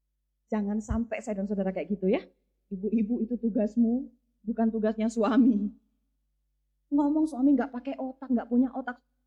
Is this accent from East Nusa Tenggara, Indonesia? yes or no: yes; Soe, East Nusa Tenggara, Indonesia; also born or lived in Kupang; Padahal daerah saya tuh daerah dingin. Saya orang Kupang, saya orang Soe gitu ya. Soe dingin saudara.